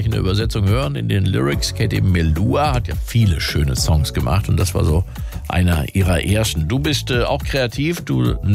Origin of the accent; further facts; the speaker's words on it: Rhineland-Palatinate, Germany; Ja, ich komme aus dem Westerwald, da würde man auch gucken natürlich.